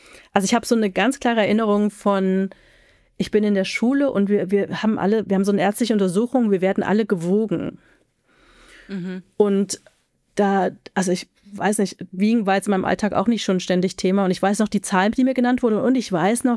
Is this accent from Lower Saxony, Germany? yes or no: no; Halle, Saxony-Anhalt, Germany; ich komme aus Halle, wir waren, meine Mutter kommt aus Berlin und da war so der Rest oder war und ist der Rest der Familie.